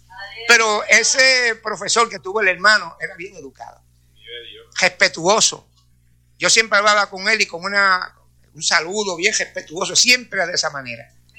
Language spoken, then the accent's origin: Spanish; Puerto Rico; Para los españoles de Puerto Rico, que somos españoles también.